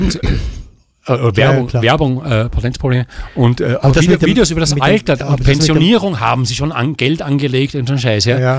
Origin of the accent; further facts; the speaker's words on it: Vienna, Austria; ich hasse es dort speziell, weil es halt dort ist, wo ich herkomme und so.